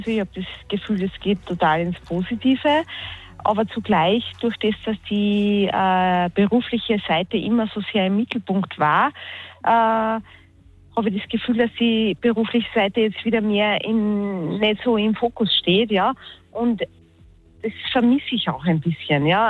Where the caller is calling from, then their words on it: Koppl, Salzburg, Austria; Ich bin jetzt gerade in Koppel bei Salzburg im Garten auf der Bank.